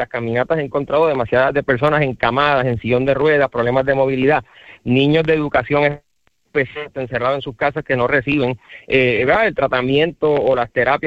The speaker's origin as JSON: {"language": "Spanish", "town": "Cataño", "country": "Puerto Rico", "said": "lógicamente yo soy de Cataño, vivo allí me casé, allí estoy criando a mis hijos."}